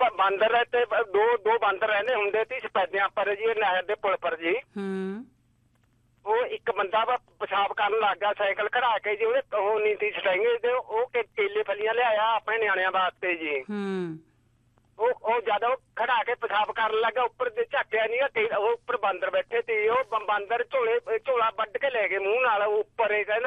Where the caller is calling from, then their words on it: Bhalmajra, Punjab, India; ਜ਼ਿਲ੍ਹਾ ਫਤਿਹਗੜ੍ਹ ਸਾਹਿਬ ਤੋਂ ਜੀ।